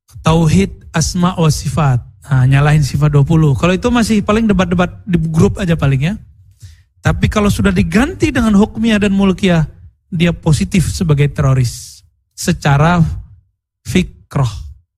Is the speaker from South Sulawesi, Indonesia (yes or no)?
no; Bukittinggi, West Sumatra, Indonesia; Muhammad Hatta, orang kampung saya.